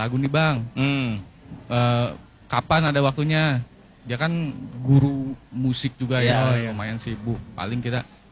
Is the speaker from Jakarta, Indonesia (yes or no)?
no; Pandeglang, Banten, Indonesia; Saya asli Pandeglang.